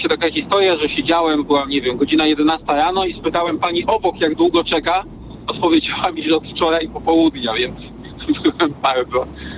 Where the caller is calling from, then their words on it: Radom, Masovian Voivodeship, Poland; ja jestem z Radomia